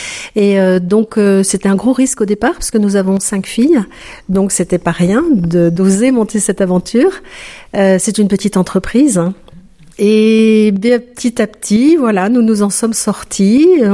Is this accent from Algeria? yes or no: no; Lyon, Auvergne-Rhône-Alpes, France; J'ai grandi à Lyon.